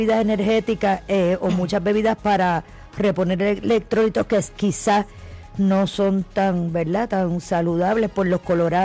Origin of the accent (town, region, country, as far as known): Las Croabas, Fajardo, Puerto Rico